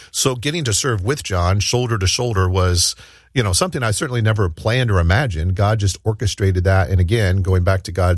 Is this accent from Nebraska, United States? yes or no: no; Ohio, United States; I grew up in Southwest Ohio.